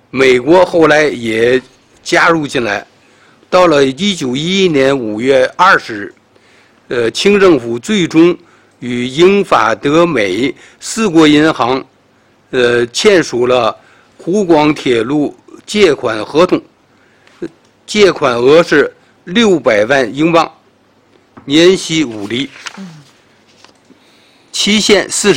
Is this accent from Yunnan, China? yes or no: no; Tianjin, China; 特别适合我们天津人